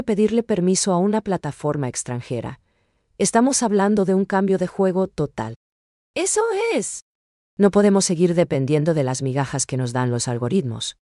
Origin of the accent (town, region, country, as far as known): Paraguay